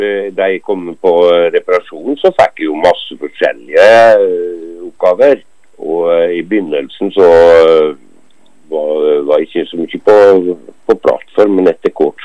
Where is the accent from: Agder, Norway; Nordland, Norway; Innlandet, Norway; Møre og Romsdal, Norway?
Innlandet, Norway; moved away as an adult; now in Oslo, Norway; Jeg kjører fra Gudbrandsdalen.